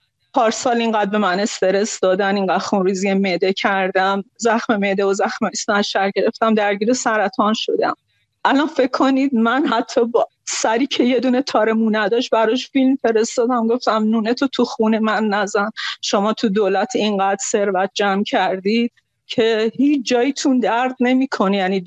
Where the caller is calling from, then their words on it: Khuzestan, Iran; خودم خوزستانیم